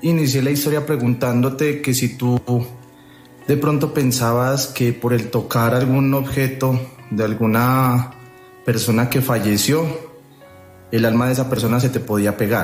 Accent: Ipiales, Nariño, Colombia; now in Antioquia, Colombia; propiamente yo soy de una ciudad del departamento de Nariño que se llama Ipiales, la frontera con el Ecuador. Actualmente vivo es en Antioquia

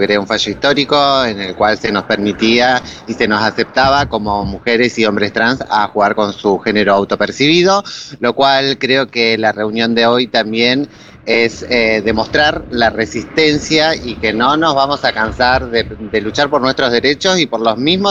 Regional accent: Chubut, Argentina; now in Buenos Aires, Argentina; soy de Chubut, pero vivo en Buenos Aires hace 21 años, soy deportista

